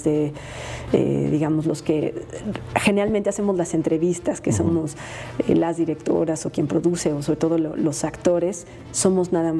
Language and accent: Spanish; Guanajuato, Mexico; nací en Guanajuato, pero crecí en la parte urbana, no crecí en la zona rural